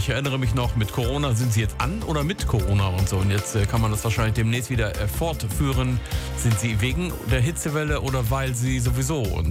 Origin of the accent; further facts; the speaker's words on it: Lower Saxony, Germany; Und wenn es so warm ist, dann bin ich ja Ostfriese dann und rede ja sowieso normalerweise nicht so wahnsinnig viel